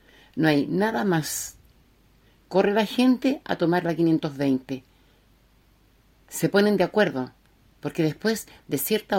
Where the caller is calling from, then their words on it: Laguna Verde, Valparaíso, Chile; de Laguna Verde.